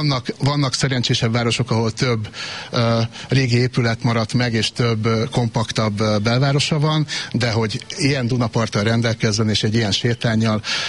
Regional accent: Vác, Pest, Hungary; born there; Én itt is születtem.

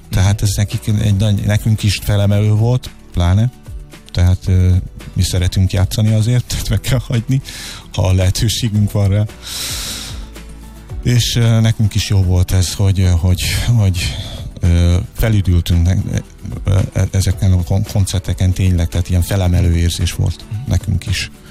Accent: Hungary; itt élünk Magyarországon, magyarok vagyunk

